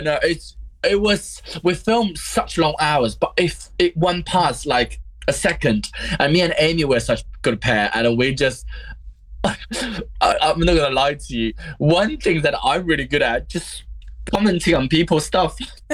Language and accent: English; China; moved away; But growing up in China